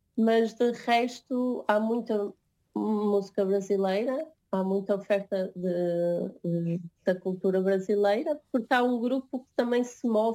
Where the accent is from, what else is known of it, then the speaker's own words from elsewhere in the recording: Porto, Norte, Portugal; Eu cresci aqui no Porto, não é?